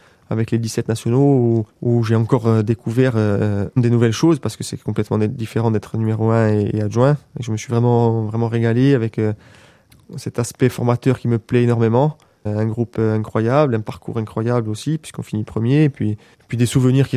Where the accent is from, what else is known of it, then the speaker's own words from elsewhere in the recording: Corsica, France; peu importe où on va chez nous, on est Corse.